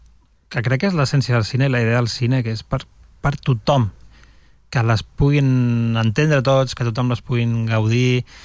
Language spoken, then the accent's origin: Catalan; L'Hospitalet de Llobregat, Catalonia, Spain; also born or lived in Barcelona; vaig anar a viure a l'Hospitalet, que és on vaig créixer. I amb la identitat dividida, perquè jo dormia a l'Hospitalet